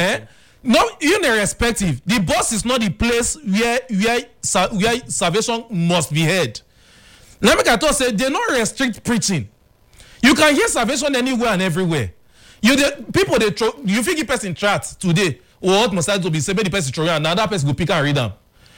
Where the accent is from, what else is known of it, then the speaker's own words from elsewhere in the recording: Ghana; I come from Ghana.